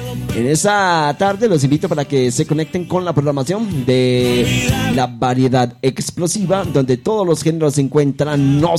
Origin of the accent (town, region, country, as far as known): Colombia